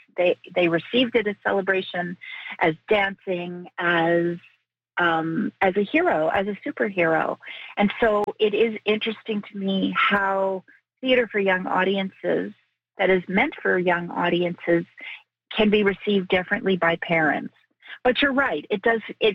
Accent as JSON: {"language": "English", "town": "Kitigan Zibi", "region": "Quebec", "country": "Canada", "said": "I'm Bear Clan. I'm Bear Clan from Gitagunzi, the Algonquin First Nation in Quebec."}